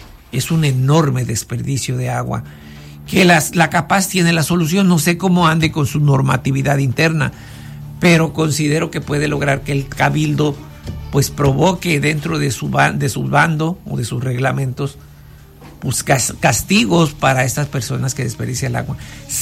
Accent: Vallecito de Zaragoza, Guerrero, Mexico; moved away; el barrio del Poche es de mi pueblo, de allá de Vallecito de Zaragoza, no es de aquí

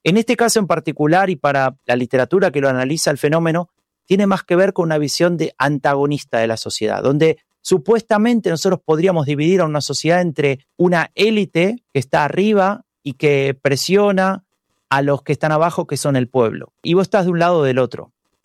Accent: Argentina

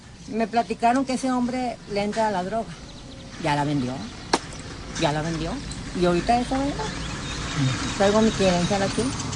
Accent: Ciudad Juárez, Chihuahua, Mexico; Sigo siendo la misma india patarrajada que vine de Juárez, Chihuahua.

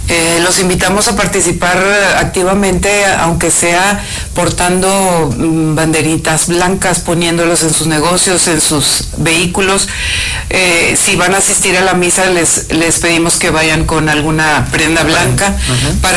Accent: Mexico; es nuestra solidaridad como mexicanos para manifestarles que estamos con ellos

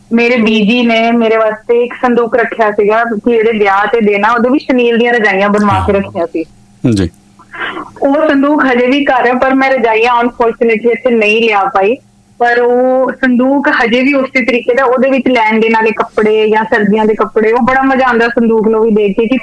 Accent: Punjab, India; ਪਿੰਡ ਵਿੱਚ ਪੜੀ ਆ ਮੈਂ, ਕਿਹੜਾ ਸ਼ਹਿਰ ਚ ਪੜੀ ਆ, ਮੇਰਾ ਪਿੰਡ ਵੀ ਤੁਹਾਡੇ ਨਵਾਂ ਸ਼ਹਿਰ ਦੇ ਕੋਲ ਹੀ ਸੀਗਾ

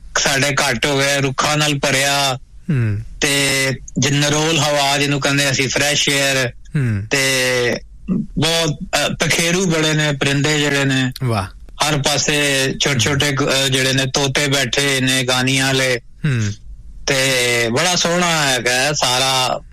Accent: Lahore, Punjab, Pakistan; ਮੈਂ ਲਾਹੌਰ ਦਾ ਜੰਮਪਲ ਆ ਨਾ, ਤੇ 58 ਦੀ ਮੇਰੀ ਡੇਟ ਆਫ ਬਰਥ ਹੈ, ਤੇ ਉਦੋਂ ਲਾਹੌਰ ਬੜਾ ਸੋਹਣਾ ਸੀ, ਸਾਫ਼ ਸੁਥਰਾ, ਚੰਦ ਤਾਰੇ, ਤੇ ਹੁਣ ਤੇ ਸਾਰਾ ਕੁਛ ਗਾਇਬ ਹੋ ਗਿਆ, ਰੁੱਖ ਵੀ ਸਾਡੇ ਘੱਟ ਹੋ ਗਏ, ਰੁੱਖਾਂ ਨਾਲ ਭਰਿਆ

